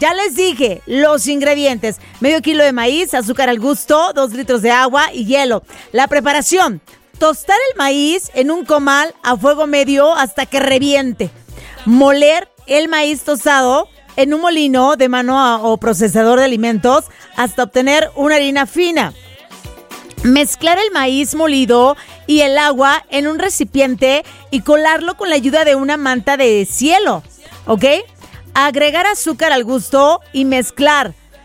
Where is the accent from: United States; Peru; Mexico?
Mexico; Mazatlán, Sinaloa; lo comparto con todo el orgullo de ser sinaloense y mazatleca